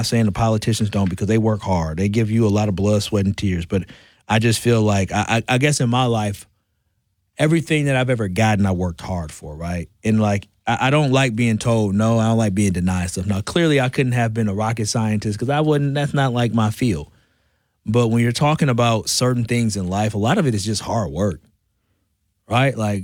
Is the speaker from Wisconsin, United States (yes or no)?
yes; Milwaukee, Wisconsin, United States; I went to Whitefish Bay, born and raised in Milwaukee, but I was a 220 kid.